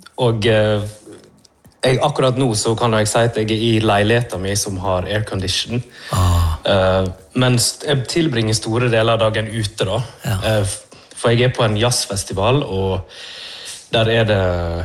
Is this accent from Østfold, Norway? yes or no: no; Førde, Vestland, Norway; jeg kommer jo fra Førde